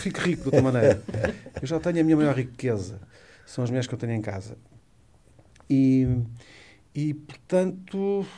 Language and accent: Portuguese; Alentejo, Portugal; eu sou de Eva, sou lentejano. As regras da minha terra é uma na, um ponto na mão, dois na cara.